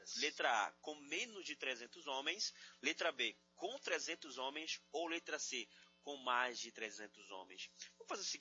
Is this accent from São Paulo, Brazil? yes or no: no; Santarém, Pará, Brazil; moved away; a minha cidade é Santarém, vocês sabem, né? Fica lá no Pará, fica muito distante.